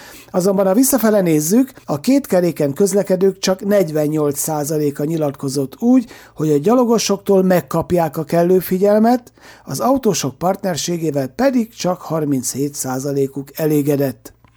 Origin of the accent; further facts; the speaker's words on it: Söjtör, Zala, Hungary; én gyermekkoromban a szomszéd faluban Söjtörön nőttem fel